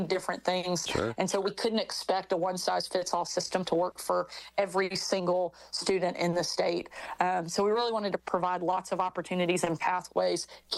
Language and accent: English; Arkansas, United States; born or raised there